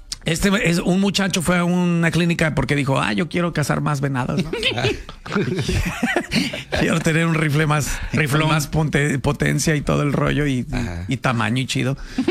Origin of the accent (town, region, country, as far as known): Mexico